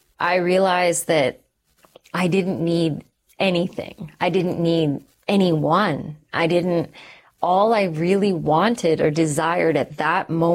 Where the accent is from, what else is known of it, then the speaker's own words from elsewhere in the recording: Texas, United States; also born or lived in Calgary, Canada / Sri Lanka; So I was born in Canada. Yeah. I was born in Calgary, and then my family shifted to the States. So I grew up in Texas for a while